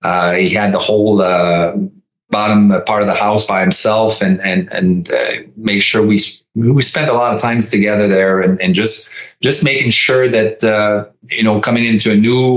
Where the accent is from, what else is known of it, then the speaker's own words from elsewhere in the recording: Quebec, Canada; I was playing in Quebec for my hometown, being traded in Halifax, which was at the time the farthest team you can go, a 12-hour drive.